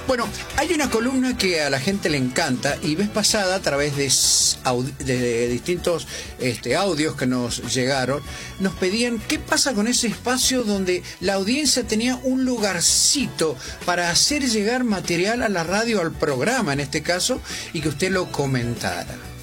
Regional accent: El Volcán, San Luis, Argentina; Somos del Volcán de San Luis, qué linda nuestra provincia de San Luis, qué bonita que es.

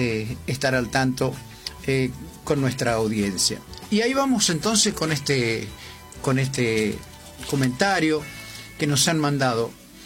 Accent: El Volcán, San Luis, Argentina; Somos del Volcán de San Luis, qué linda nuestra provincia de San Luis, qué bonita que es.

